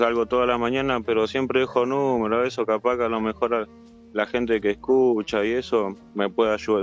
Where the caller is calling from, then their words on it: Del Viso, Buenos Aires Province, Argentina; De Delviso.